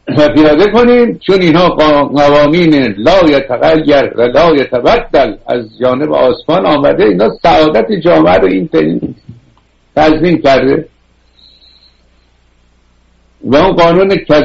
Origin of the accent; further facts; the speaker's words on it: Iran; ما که ایرانی هستیم، دمیان 2000 و فلان قد مدنیت داریم، پس چرا ما ذلیل شدیم، کشورمون از دست دادیم و اینها؟